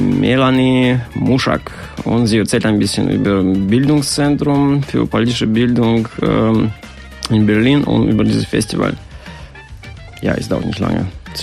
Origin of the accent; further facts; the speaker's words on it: Russia; German is a second language; moved away; ich komme aus Russland